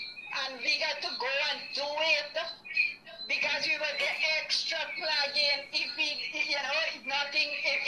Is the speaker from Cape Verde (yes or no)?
no; Good Fortune, Guyana; now in Canal No. 2, Guyana; We used to live in Good Fortune, 2 miles.